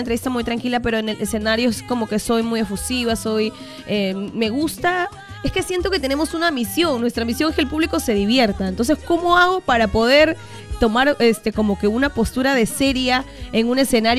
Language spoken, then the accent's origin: Spanish; Peru; Totalmente, somos producto peruano